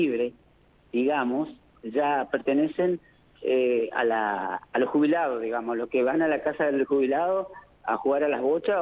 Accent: Rivadavia, Argentina; Porque yo soy de Rivadavia, escucho toda la programación de Rivadavia.

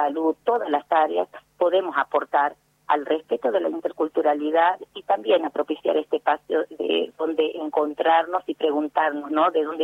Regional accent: Salta, Argentina; yo soy desde hace 17 años docente indígena del pueblo Tastil. En especial, hablar de mi pueblo es para mí muy significativo, este reconocimiento como mujer indígena

